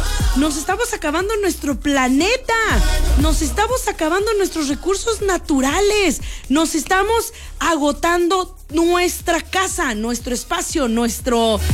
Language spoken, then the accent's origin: Spanish; Mexico